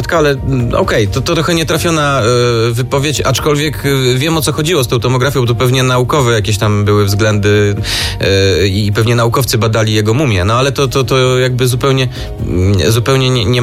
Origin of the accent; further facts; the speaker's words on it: Lublin, Lublin Voivodeship, Poland; moved away as an adult; now in Warsaw, Poland; jestem z Lublina. Tak, przyjechałem do Warszawy uprawiając zupełnie inny zawód